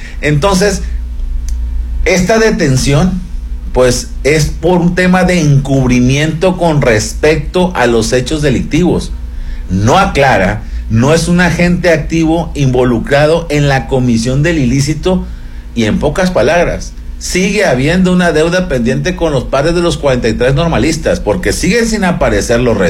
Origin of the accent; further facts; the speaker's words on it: Mexico; como padre, como mexicano